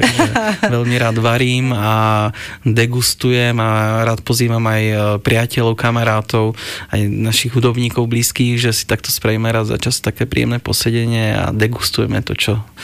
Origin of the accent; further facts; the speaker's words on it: Czechia; ja som hrdý na to, že som Čech